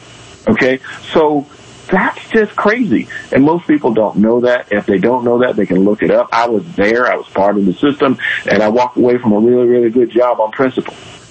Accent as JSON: {"language": "English", "country": "United States"}